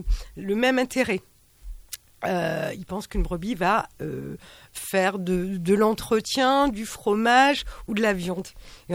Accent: Soustons, Nouvelle-Aquitaine, France; je suis de Souston à la base

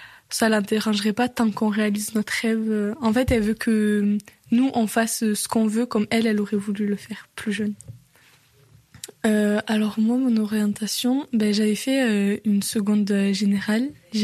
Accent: Millau, Occitanie, France; J'ai 18 ans. Je suis née en Aveyron, à Millau. J'ai grandi dans un milieu rural.

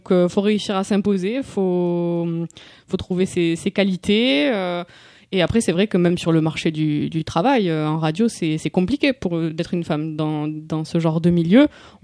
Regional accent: Occitanie, France; born there; moved away as an adult; also born or lived in Toulouse; Moi, je suis née en Ariège, je suis pas d'ici. Bon, c'est pas très loin quand même, hein.

